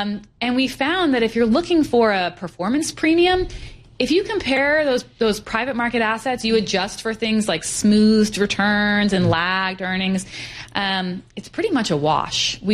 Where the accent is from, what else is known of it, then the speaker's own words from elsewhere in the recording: New Jersey, United States; moved away as an adult; now in Austin, United States; I'm from New Jersey, so I'm a local. But I've been in Austin for over a decade.